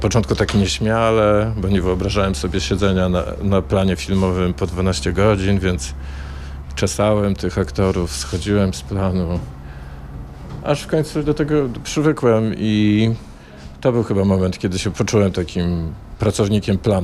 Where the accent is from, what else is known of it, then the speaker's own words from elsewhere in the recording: Gdańsk, Pomeranian Voivodeship, Poland; now in Warsaw, Poland; I przyjechałem z Gdańska do Warszawy. Wówczas w Gdańsku, w Trójmieście, nie było takiej szkoły.